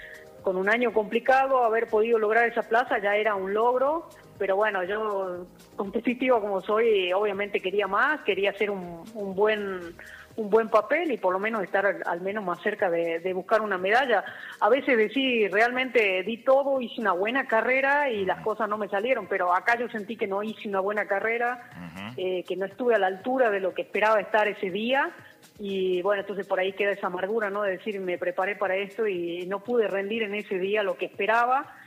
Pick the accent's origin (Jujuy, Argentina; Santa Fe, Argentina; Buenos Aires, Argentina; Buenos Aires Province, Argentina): Jujuy, Argentina; el honor más grande de decir, soy jujeña en una delegación argentina